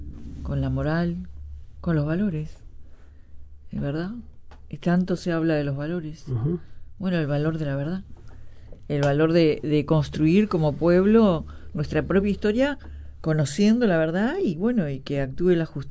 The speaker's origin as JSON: {"language": "Spanish", "country": "Uruguay"}